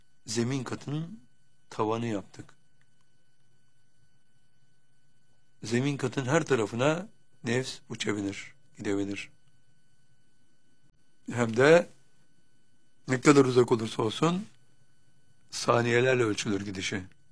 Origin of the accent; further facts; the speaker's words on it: Bursa, Turkey; Bursa'nın Muradiye Mahallesi'nde biz bir evde çocukluğumu geçirdim.